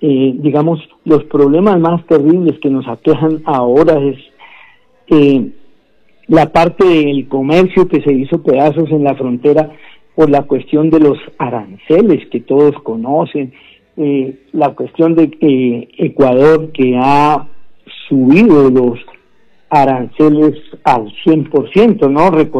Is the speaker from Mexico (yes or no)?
no; Colombia; yo como colombiano